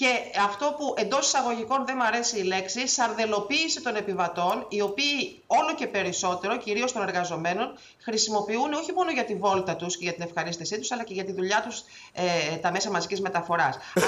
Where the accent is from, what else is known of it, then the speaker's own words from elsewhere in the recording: Kallithea, Attica, Greece; εγώ κατάγομαι και μεγάλωσα στην Καλλιθέα